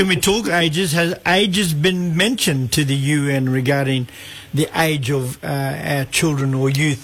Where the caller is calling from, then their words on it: Cairns, Queensland, Australia; I'm calling from Cairns, far north Queensland